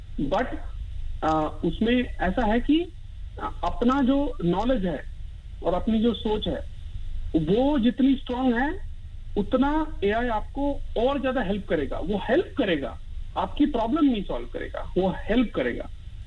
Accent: Pune, Maharashtra, India; moved away as an adult; now in Australia; मैं पुणे महाराष्ट्र से हूँ. 20 साल से ऑस्ट्रेलिया में रह रहा हूँ.

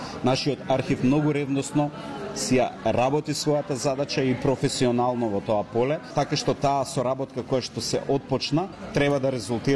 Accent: Southwestern, North Macedonia; Јас бидејќи потекнувам од Охридско струшкиот крај, кога ќе пребарувате за историјата на овој крај, ќе најдете фасцинантни документи од економскиот живот, културниот живот, социјалата и така натаму.

